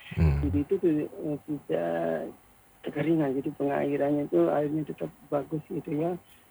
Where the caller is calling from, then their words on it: Bima, West Nusa Tenggara, Indonesia; di Kota Bima.